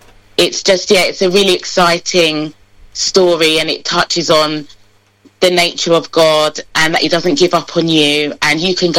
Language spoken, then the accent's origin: English; Croydon, London, United Kingdom; I come from Croydon, as I mentioned before, mm-hmm. and I often read about how Croydon is like one of the worst boroughs to live in.